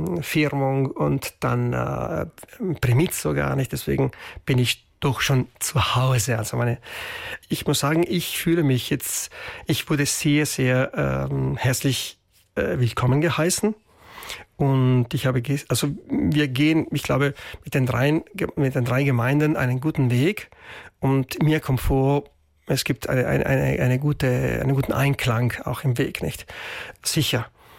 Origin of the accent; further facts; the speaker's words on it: Merano, Trentino-Alto Adige, Italy; moved away as an adult; also born or lived in Bolzano; ich bin ein Meraner, gell? Deswegen, ich bin gebürtig in Meran